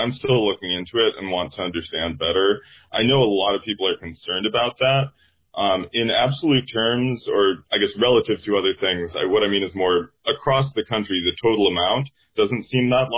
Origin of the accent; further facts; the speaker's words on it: Duluth, Minnesota, United States; And I can tell you about a story from my hometown, Duluth, Minnesota.